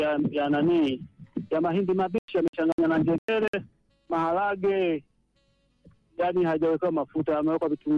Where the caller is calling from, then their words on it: Njombe, Tanzania; natokea pande za Ludewa huku katika kijiji cha Mapogoro.